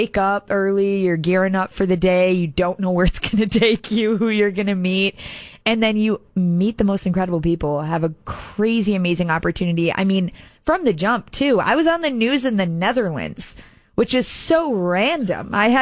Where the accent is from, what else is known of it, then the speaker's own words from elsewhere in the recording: Chicago, Illinois, United States; Chicago. Yeah.